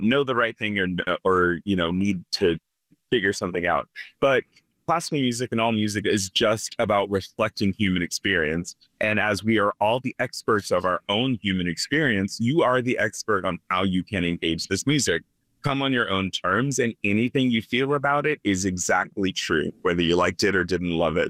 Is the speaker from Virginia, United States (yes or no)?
yes; Orlean, Virginia, United States; I've only performed once in my hometown in a tiny village, Orlean, Virginia.